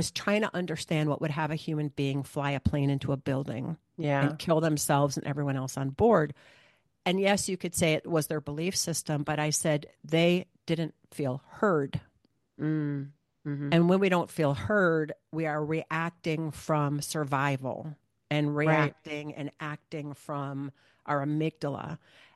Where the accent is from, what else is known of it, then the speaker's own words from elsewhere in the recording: Midwest, United States; born there; also born or lived in Ohio; I grew up in Michigan and Ohio.